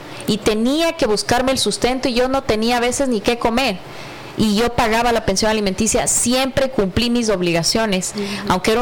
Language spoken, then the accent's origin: Spanish; Ecuador; also born or lived in Spain; yo soy ecuatoriana y soy preparada.